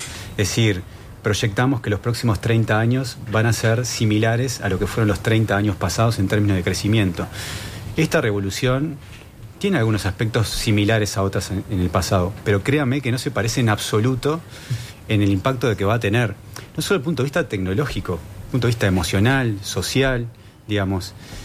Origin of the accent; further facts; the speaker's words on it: Uruguay; está impreso en nuestro ADN como uruguayos